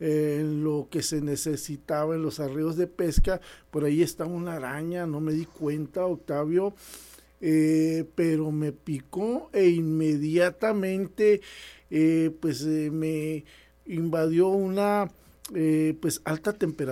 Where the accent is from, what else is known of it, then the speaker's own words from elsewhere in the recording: Sinaloa, Mexico; born there; moved away; vivía yo en mi pueblo, en mi pueblito querido